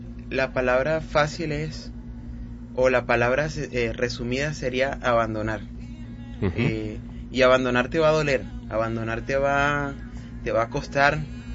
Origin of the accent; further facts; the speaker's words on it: Venezuela; entonces yo crecí escuchando artistas como … En aquel entonces en mi país, Venezuela, eran los artistas, digamos que top